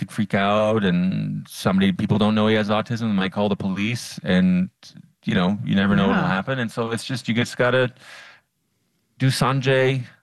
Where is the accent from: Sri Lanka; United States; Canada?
Canada; Ottawa, Ontario; I opened for Nate Bargatze in Ottawa, my hometown, at the hockey arena in front of 18,000 people.